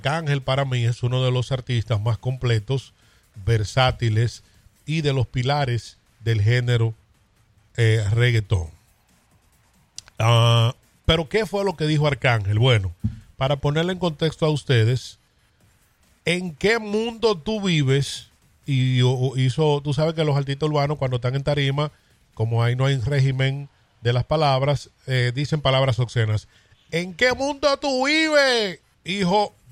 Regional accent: Dominican Republic; Nosotros los dominicanos

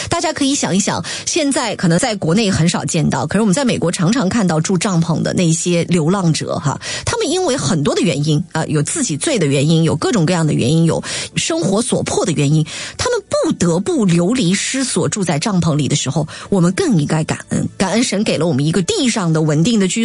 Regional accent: Xinjiang, China; 塔克拉玛干沙漠，我的家乡

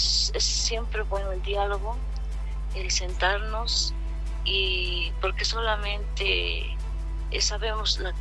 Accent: Bolivia; todos nosotros los bolivianos

